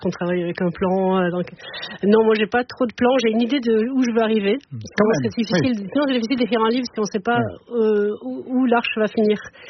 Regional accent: Montpellier, Occitanie, France; born there; Moi, je suis née à Montpellier, donc c'était un peu compliqué.

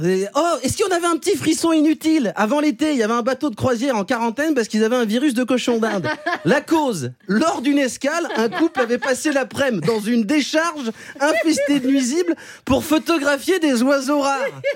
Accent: Vaulx-en-Velin, Auvergne-Rhône-Alpes, France; born there; je suis né à Vaux-en-Velin. L'escape game, il a commencé à ma naissance. J'y suis encore.

